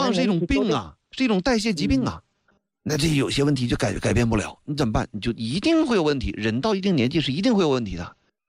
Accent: China; 我们中国人

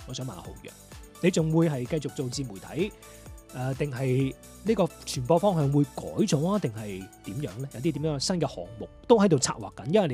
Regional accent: Guangdong, China; 我哋廣府人好中意意頭噶嘛

